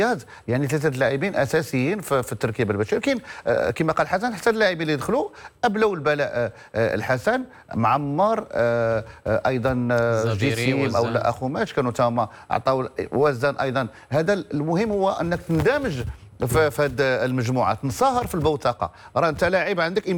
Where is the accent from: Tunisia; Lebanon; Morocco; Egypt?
Morocco; حنا مغاربه